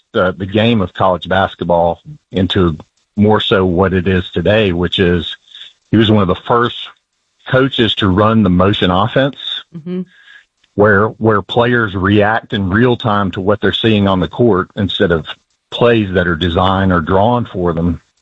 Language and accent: English; Alabama, United States; I grew up in Alabama, so I understood that unique culture of Alabama football.